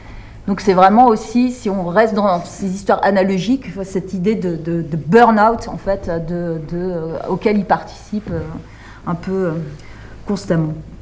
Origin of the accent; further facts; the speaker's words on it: Serbia; Ça, c'est chez nous, en Serbie.